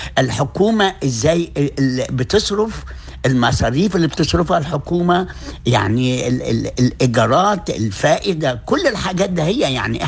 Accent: Egypt; now in Australia; عندنا في مصر

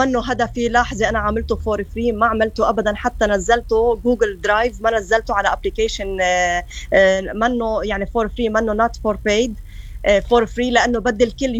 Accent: Lebanon; انا بتذكر كلود لما كنا بالضيعه، ضيعتي انا حسروت

